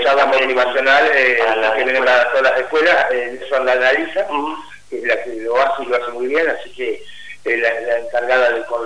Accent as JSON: {"language": "Spanish", "region": "Buenos Aires", "country": "Argentina", "said": "yo soy de la Pichela, ¿no? Venir hace 50 años a Bolívar de la Rural, veníamos a tomar helado, porque en la Pichela no había, en septiembre, y a comer tortas fritas."}